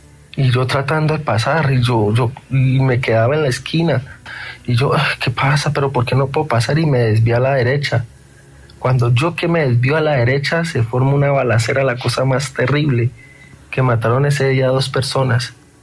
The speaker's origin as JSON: {"language": "Spanish", "town": "Cali", "region": "Valle del Cauca", "country": "Colombia", "said": "Ahí vos a ver, yo soy de Cali, ¿eh?"}